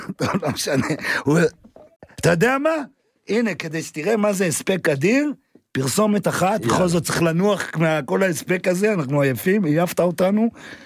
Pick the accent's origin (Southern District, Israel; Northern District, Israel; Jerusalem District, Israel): Jerusalem District, Israel; Jerusalem; ואני עוד גדלתי בירושלים שעוד היה שטחים פתוחים.